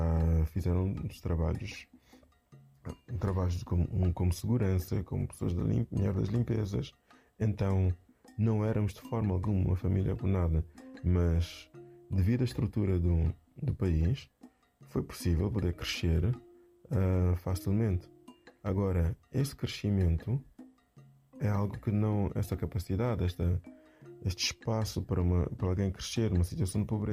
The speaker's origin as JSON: {"language": "Portuguese", "country": "Mozambique", "said": "Ser moçambicano é uma coisa que acho difícil de descrever. É algo que se vive, que se sente. Então, e você principalmente ser moçambicano na diáspora, é sentir aquela vontade de est"}